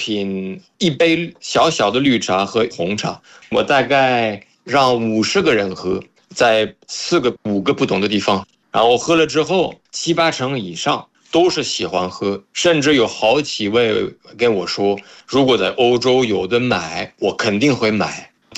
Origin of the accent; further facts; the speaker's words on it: France; Chinese is a second language; now in China; 我是法国人，然后